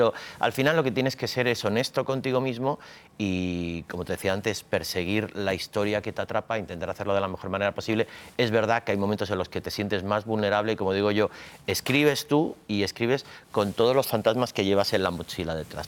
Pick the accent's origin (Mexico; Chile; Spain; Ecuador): Chile; born there; moved away; Yo nací en Chile y me libré del golpe de Estado porque mi madre, que es española y que ella vivió la guerra civil, mi madre tiene ahora 95 años, ella decidió salir del país 15 días antes del golpe de Estado.